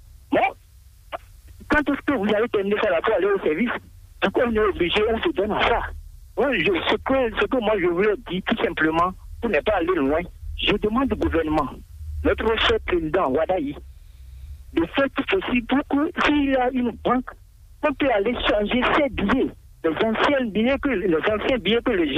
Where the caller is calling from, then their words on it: Benin; Je vous appelle de Toba.